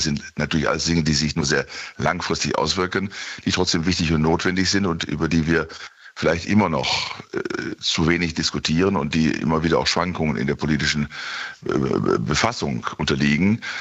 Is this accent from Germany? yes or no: yes; Bielefeld, North Rhine-Westphalia, Germany; in meiner Heimatstadt Bielefeld ist vor 3-4 Jahren eine neue Ordnung des Innenstadtbereichs vorgenommen worden